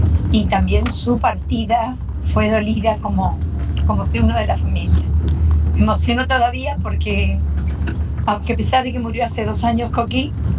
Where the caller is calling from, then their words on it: Morón, Buenos Aires Province, Argentina; de Morón.